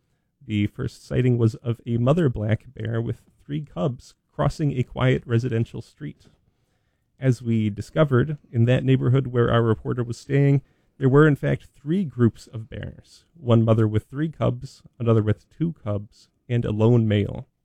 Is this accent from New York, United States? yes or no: yes; New York, United States; I grew up in Western New York